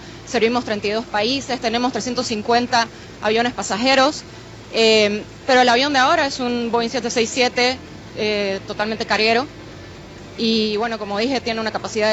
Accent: Santa Cruz de la Sierra, Santa Cruz, Bolivia; moved away as an adult; yo soy cruceña, vivo fuera de Bolivia hace unos años, pero llegar ahora en el vuelo inaugural a mi tierra es un orgullo.

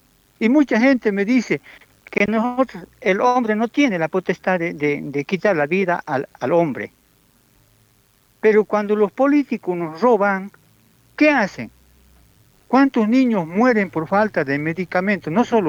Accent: Tarija, Bolivia; Yo reclamo lo de Tarija porque soy chapaco, soy tarijeño.

